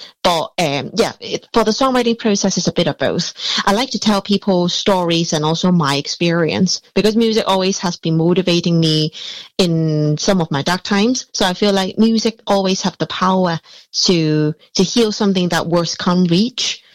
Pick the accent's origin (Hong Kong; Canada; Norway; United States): Hong Kong; moved away as an adult; now in Merseyside, United Kingdom; I'm originally from Hong Kong, and I moved here in the end of 2021. So about 4 or 5 years now.